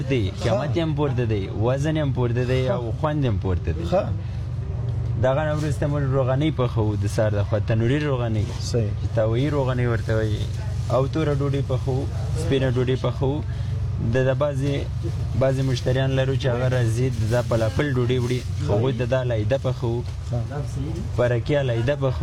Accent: Helmand, Afghanistan; now in Kabul, Afghanistan; اصل کې د هلمند ولایت اوسیدونکی یم، پهلن ژوند کابل کې کوم.

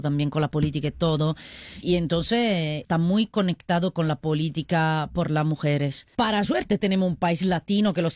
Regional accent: Bari, Apulia, Italy; Spanish is a second language; moved away as an adult; also born or lived in Naples / Rome / Berlin; yo soy del sur de Puglia, de Bari, de esta región, pero tengo mucha conexión con Nápoles, tengo mi madrina de Nápoles, viví algunos años, los últimos 3-4 años en Nápoles.

